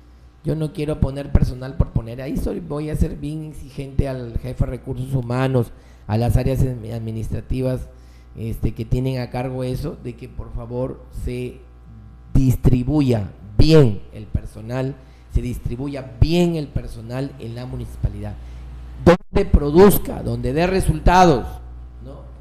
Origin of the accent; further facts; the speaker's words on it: Tambogrande, Piura, Peru; mi pueblo de Tamborande.